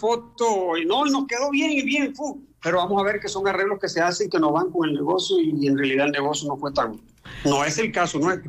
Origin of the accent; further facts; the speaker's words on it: Villanueva, La Guajira, Colombia; Vamos a hacer un recorrido por Villanueva, por mi pueblo, por el barrio.